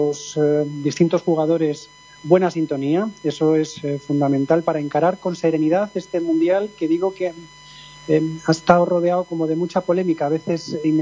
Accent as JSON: {"language": "Spanish", "country": "Paraguay", "moved": "as an adult", "lives_now": "Spain", "said": "El paraguayo en España es uno más, así lo sentimos en mi país, bien integrado"}